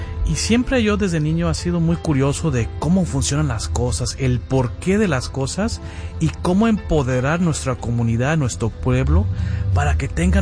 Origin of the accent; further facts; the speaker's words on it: Los Angeles, California, United States; born there; Yo nací aquí en Los Ángeles, señor Humberto. Mis papás son de México, los dos son de Jalisco. Mi papá de la ciudad de Guadalajara, de hecho, y mi mamá de un pueblito chiquito que se llama San Martín Hidalgo